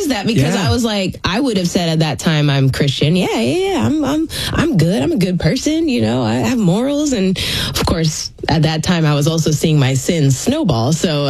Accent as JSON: {"language": "English", "town": "Manila", "region": "Metro Manila", "country": "Philippines", "tie": "born there", "said": "So 1989, I was born in Manila, the Philippines."}